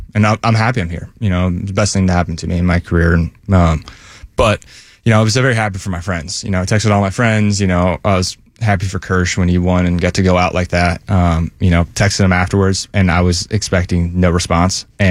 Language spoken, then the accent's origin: English; Indiana, United States; You know, my dad's from Ohio, and I grew up in Indiana.